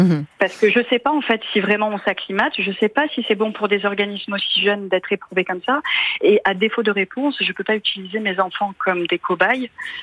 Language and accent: French; south of France, France; now in Paris, France; J'ai grandi sans clim, dans le sud de la France, j'allais beaucoup en Afrique du Nord